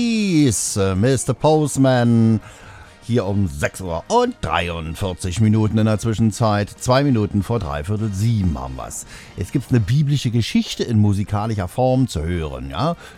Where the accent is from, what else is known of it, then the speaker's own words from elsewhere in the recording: East Germany, Germany; born there; Ich bin ja ein Kind des Sozialismus, ich bin ja ein Heide.